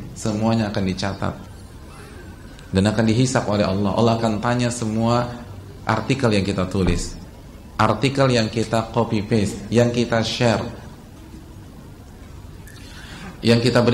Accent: Jakarta, Indonesia; apalagi kita orang Jakarta, itu kuantitas waktu ketemu istri itu hanya beberapa jam

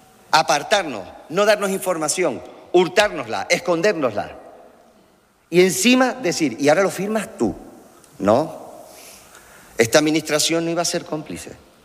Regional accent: Canary Islands, Spain

